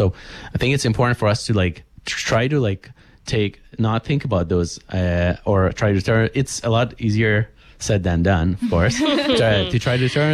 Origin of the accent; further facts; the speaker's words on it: Tehran, Tehran Province, Iran; moved away; also born or lived in India; I grew up in Iran, in Tehran